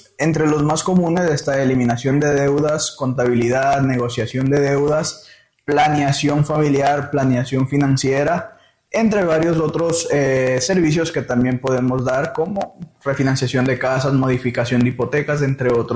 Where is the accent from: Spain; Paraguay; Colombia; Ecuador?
Ecuador; moved away; Yo soy de Ecuador.